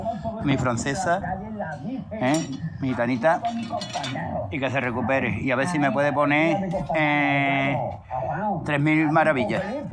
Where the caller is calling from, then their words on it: Cádiz, Andalusia, Spain; el gaditano.